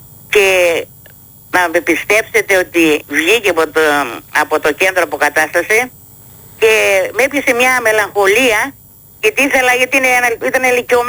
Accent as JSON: {"language": "Greek", "town": "Ioannina", "region": "Epirus", "country": "Greece", "also_born_or_lived": "Germany", "moved": "as an adult", "said": "γύρισα εδώ, στην πατρίδα μου, στον τόπο μου"}